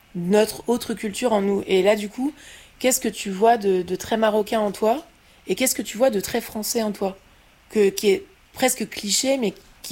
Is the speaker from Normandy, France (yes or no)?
yes; Normandy, France; j'ai grandi en France.